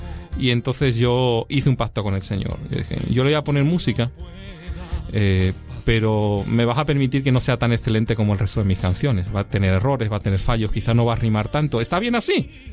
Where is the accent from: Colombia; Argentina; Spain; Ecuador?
Spain; una carga especial por España, por tu país